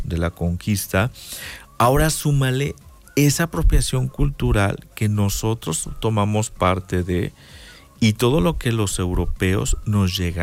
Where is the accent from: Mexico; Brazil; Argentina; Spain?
Mexico